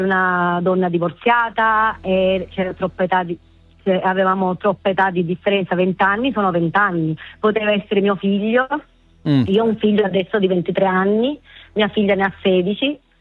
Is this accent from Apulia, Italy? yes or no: no; Sicily, Italy; born there; moved away; also born or lived in Venezuela; io sono originaria della Sicilia, però abitavo al Venezuela fino al 2018. Sono stata in Venezuela, poi sono ritornata al mio paese d'origine